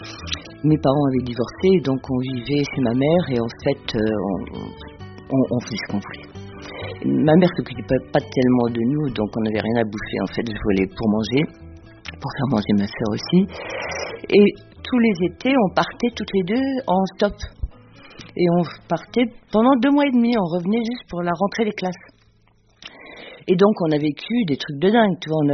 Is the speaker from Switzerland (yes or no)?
no; Fez, Fez-Meknès, Morocco; born there; also born or lived in Midelt / Taroudant; Donc ma sœur est née à Midel, je suis née à Fès, on était à Taroudant, on était à Meknès, on était partout dans tout le Maroc pour suivre le travail de mon père.